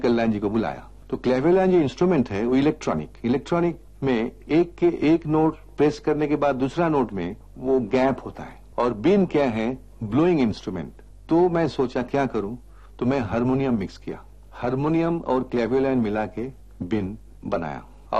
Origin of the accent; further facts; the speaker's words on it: Kolkata, West Bengal, India; moved away as an adult; now in Mumbai, India; मैं चाहता था कि मैं कलकत्ता वापस जाऊं। मैं कलकत्ता से आया था बॉम्बे में इन 1951